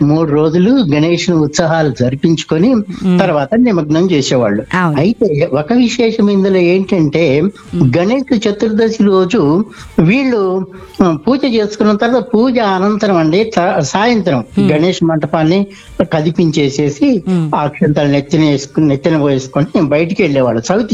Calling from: Bhadradri Kothagudem district, Telangana, India; భద్రాద్రి కొత్తగూడెం జిల్లా నెవరు బస్తీ నుంచి మాట్లాడుతున్నాను.

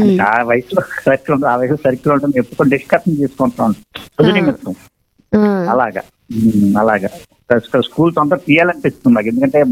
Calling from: Eluru, Andhra Pradesh, India; మాది ఏలూరు అండి.

